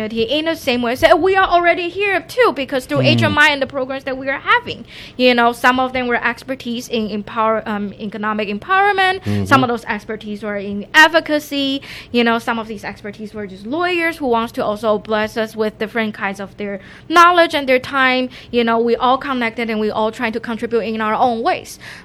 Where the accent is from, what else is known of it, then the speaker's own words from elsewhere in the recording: Taiwan; English is a second language; I'm from Taiwan, and in Taiwan we don't know much about refugee, but we're big on education